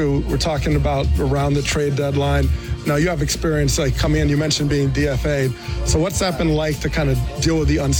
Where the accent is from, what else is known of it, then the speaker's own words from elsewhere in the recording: New Jersey, United States; I grew up in New Jersey